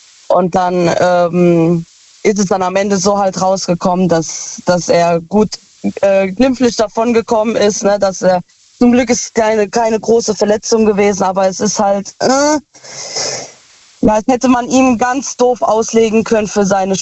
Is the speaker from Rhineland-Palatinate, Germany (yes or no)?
yes; Ludwigshafen, Rhineland-Palatinate, Germany; Aus Lu, also aus Ludwigshafen.